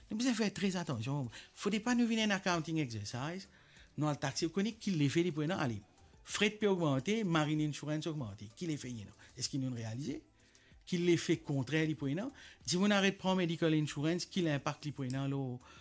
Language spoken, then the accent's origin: French; Mauritius; Moi, j'adore mon pays, tous les coins de l'île Maurice